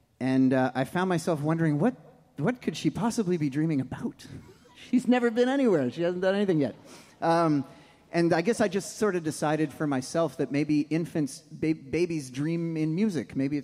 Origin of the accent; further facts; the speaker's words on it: Canada; We're from Canada.